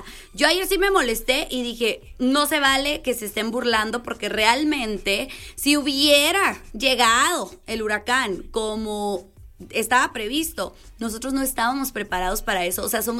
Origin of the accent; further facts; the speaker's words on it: Mexico; somos mexicanos